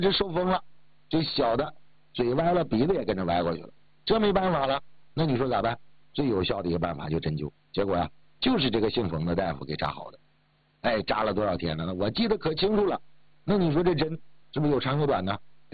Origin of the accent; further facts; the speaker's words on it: Heilongjiang, China; 我们老家呢是属于哈尔滨下面的一个小镇，离着哈尔滨呢还挺远，过了我们这就等于出了哈尔滨的辖区了。